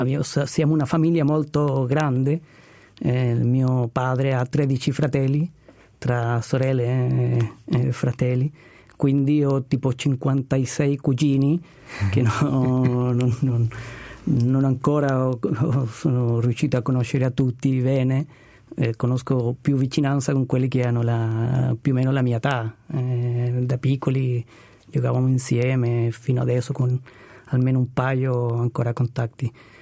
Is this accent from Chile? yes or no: yes; Rancagua, O'Higgins, Chile; Italian is a second language; moved away as an adult; also born or lived in Santiago, Chile; now in Mendrisio, Switzerland; sono nato prima a Rancagua, in una piccola città, una piccola mediana città al sud di Santiago. E da lì mi sono ho fatto il trasloco a vivere a Santiago per 20 anni.